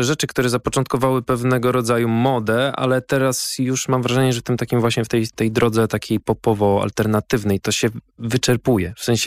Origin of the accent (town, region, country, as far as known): Skierniewice, Łódź Voivodeship, Poland; born there